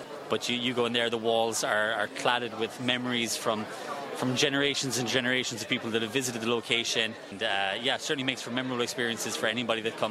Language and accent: English; Kerry, Munster, Ireland; I'm from Kerry, so Kerry is the kingdom.